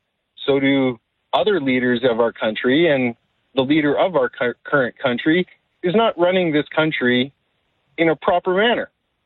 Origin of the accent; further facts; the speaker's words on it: Canada; I am Canadian.